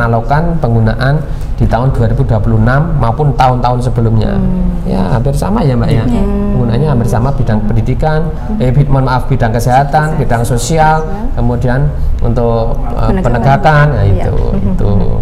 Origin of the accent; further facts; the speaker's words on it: Central Java, Indonesia; sama saya juga orang Miri